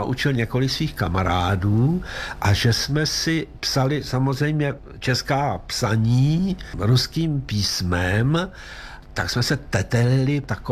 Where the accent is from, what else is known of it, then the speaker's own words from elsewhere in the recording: Plzeň, Plzeň Region, Czechia; nezapomeňte, že já jsem vyrůstal v Plzni, no a do Plzni nepřišla sovětská armáda, Plzeň byla osvobozena Američany a já jsem se tehdy začal učit anglicky.